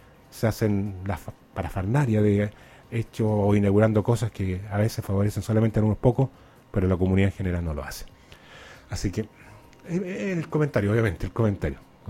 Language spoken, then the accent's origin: Spanish; Chile; nosotros como chilenos